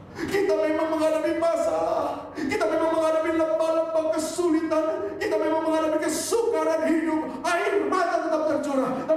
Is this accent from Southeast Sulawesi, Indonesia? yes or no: no; Surabaya, East Java, Indonesia; Seringkali kalau di Surabaya, saya dari Surabaya, yang ada dari Surabaya, salam hangat sesama arek Surabaya. Jangan lupakan kota tercinta, kota pahlawan ya.